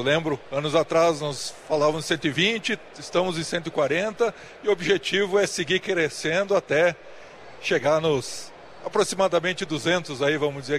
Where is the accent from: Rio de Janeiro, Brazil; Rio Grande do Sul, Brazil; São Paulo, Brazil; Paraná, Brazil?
Rio Grande do Sul, Brazil; Caxias do Sul; Sou de Caxias do Sul, natural de Caxias do Sul, e sou do Juventude.